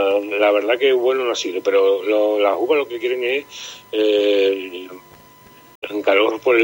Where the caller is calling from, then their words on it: Almendralejo, Extremadura, Spain; Yo estoy en Arizón, en Almendralejo, provincia de Badajoz.